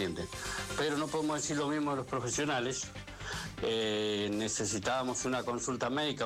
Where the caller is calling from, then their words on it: Alvear Oeste, Buenos Aires, Argentina; de Alvear Oeste